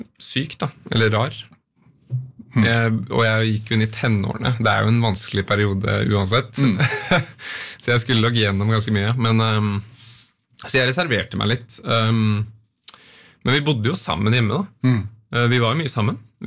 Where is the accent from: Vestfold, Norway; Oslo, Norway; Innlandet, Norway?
Oslo, Norway; Jeg vokste også opp på Grorud.